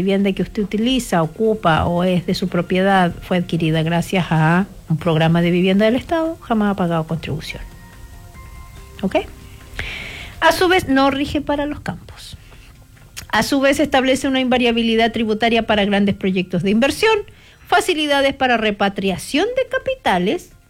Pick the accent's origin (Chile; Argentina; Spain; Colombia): Chile; nosotros como chilenos